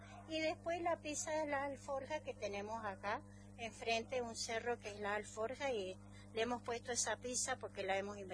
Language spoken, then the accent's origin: Spanish; Malargüe, Mendoza, Argentina; somos de acá del Volcán Malacara. Acá se llama este lugar La Batra